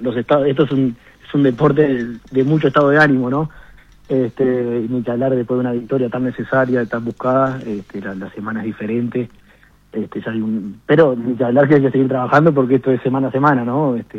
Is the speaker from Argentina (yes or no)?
no; Durazno, Uruguay; yo no soy de Florida, yo soy de Durazno.